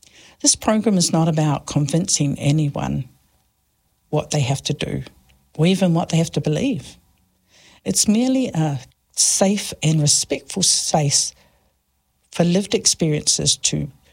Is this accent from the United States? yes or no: no; New Zealand; I was born and raised here in Aotearoa, New Zealand, and I am proud of my Samoan heritage.